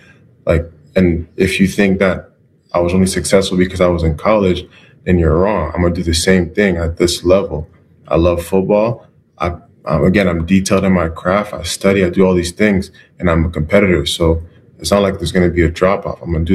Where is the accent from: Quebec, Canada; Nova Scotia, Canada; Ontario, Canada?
Ontario, Canada; Ottawa; now in United States; I grew up in Ottawa, Ontario.